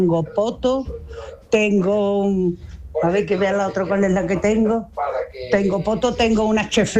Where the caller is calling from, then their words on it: Jerez de la Frontera, Andalusia, Spain; de Jerez.